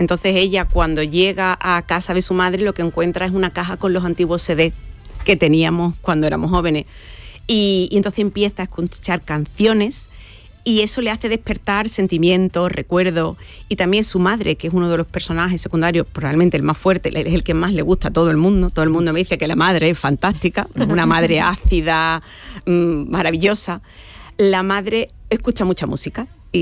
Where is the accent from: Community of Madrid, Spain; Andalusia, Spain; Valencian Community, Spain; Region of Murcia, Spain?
Andalusia, Spain; Las Cabezas de San Juan; No le he puesto nombre porque puede ser perfectamente mi pueblo, que es Las Cabezas de San Juan, que me inspira mucho, pero puede ser Lebrija, puede ser Cuervo Espera.